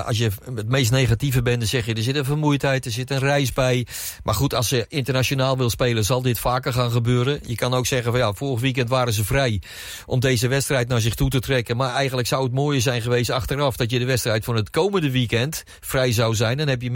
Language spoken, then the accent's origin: Dutch; Netherlands